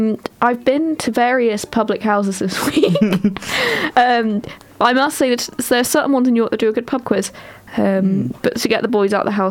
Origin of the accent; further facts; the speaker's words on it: Brentford, London, United Kingdom; Like, I'm from Brentford.